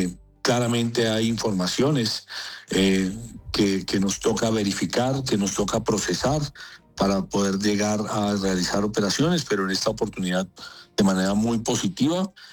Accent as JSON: {"language": "Spanish", "town": "Cali", "region": "Valle del Cauca", "country": "Colombia", "said": "Yo soy caleño, sí señor."}